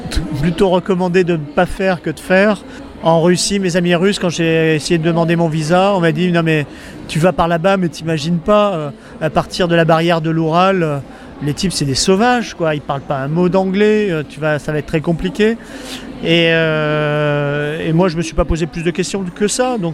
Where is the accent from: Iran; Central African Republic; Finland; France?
France